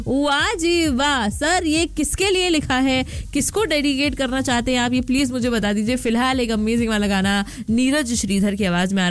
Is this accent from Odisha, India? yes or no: no; Bhopal, Madhya Pradesh, India; अब क्या होता है ना कि मैं भोपाल से हूँ एंड भोपाल के लोग जो है वो सच में बहुत ज़्यादा बड़े वाले चाय पगलूज होते हैं